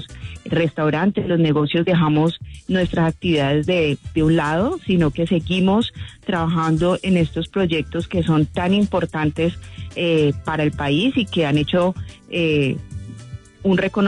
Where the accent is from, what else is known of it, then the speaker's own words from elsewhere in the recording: Cali, Valle del Cauca, Colombia; tenemos que seguirnos moviendo como caleños, como vallecaucanos y como colombianos para que esto salga nuevamente adelante, porque podemos.